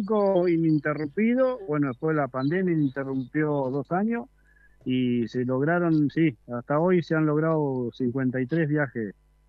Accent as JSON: {"language": "Spanish", "town": "Lobos", "region": "Buenos Aires Province", "country": "Argentina", "tie": "born or raised there", "moved": "as an adult", "lives_now": "Roque Pérez, Argentina", "said": "Yo soy nacido y criado en Lobo, pero ahora hace unos años que estoy radicado en Roque Pérez."}